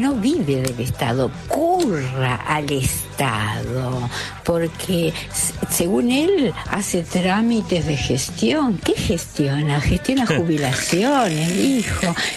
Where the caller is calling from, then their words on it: Buenos Aires, Argentina; les mando un abrazo … de Balvanera.